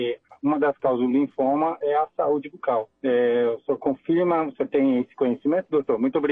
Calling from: Pouso Alegre, Minas Gerais, Brazil; sou de Pouso Alegre, Minas Gerais. Estou aqui em São Paulo fazendo tratamento oncológico no Albert Einstein.

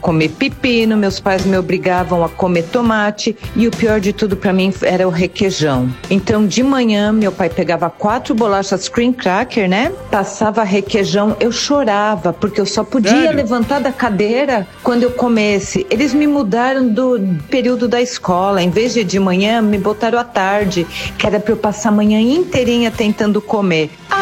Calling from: Ribeirão Preto, São Paulo, Brazil; de Ribeirão Preto.

